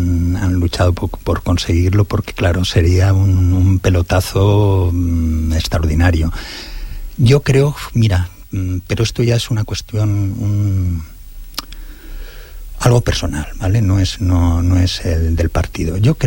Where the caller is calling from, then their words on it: Sant Boi de Llobregat, Catalonia, Spain; yo soy de Ciudad Cooperativa